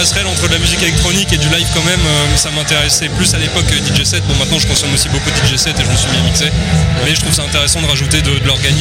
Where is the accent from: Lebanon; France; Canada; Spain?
France; Normandy; now in Caen, France